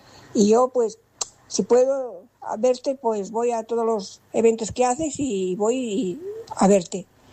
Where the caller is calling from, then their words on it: Sabadell, Catalonia, Spain; Hola, buenas tardes. … de Sabadell.